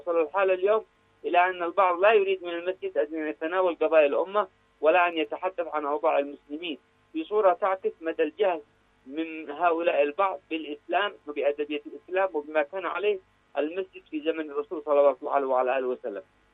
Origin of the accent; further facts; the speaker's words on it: Yemen; ومفخر لنا كيمنيين